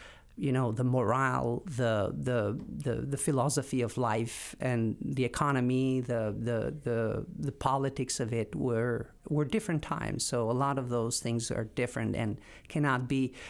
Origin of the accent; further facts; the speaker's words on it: Tirana, Tirana County, Albania; also born or lived in New Jersey; now in Vermont, United States; I was born in Tirana. Albania at the time was a communist country.